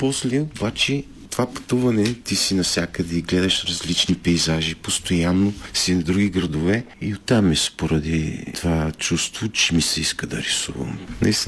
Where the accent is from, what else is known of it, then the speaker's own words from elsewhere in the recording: Plovdiv Province, Bulgaria; Аз съм израснал в Кичук, Париж.